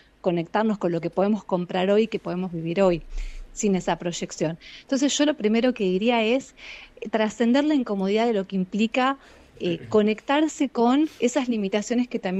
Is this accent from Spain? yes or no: no; Argentina; yo soy argentina, viví toda mi vida en Argentina